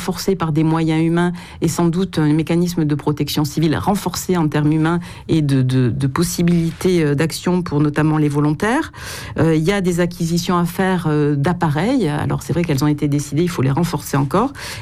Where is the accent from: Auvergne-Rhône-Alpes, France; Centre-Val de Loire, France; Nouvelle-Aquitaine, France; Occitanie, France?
Nouvelle-Aquitaine, France